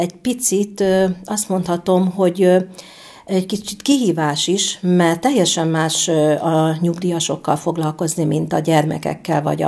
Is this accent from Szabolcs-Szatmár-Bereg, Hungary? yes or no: yes; Nyíregyháza, Szabolcs-Szatmár-Bereg, Hungary; Mivel én tőzsgyökeres sóstóhegyi vagyok, említettem, én ide jártam iskolában, a szüleim is idevalóak, nagyszüleim is.